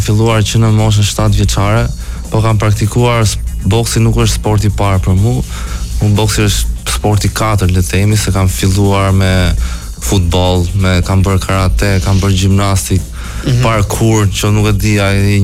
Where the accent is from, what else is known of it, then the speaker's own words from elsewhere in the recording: Tirana, Tirana County, Albania; Unë jam në Tiranë, gjithashtu babai im, por më origjinë gjyshi ka ardhur nga Përmeti, është përmetar, ka ardhur i vogël.